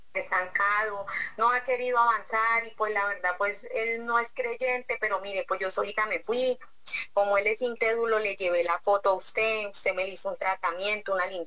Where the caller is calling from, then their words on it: Turmequé, Boyacá, Colombia; Llamo por acá de Turmequé, Boyacá, profe. Pues vivimos de la agricultura